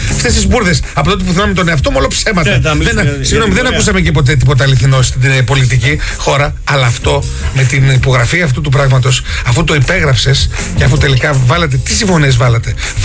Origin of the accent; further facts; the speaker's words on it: Stagira, Central Macedonia, Greece; Είμαι και από τα Στάγερα.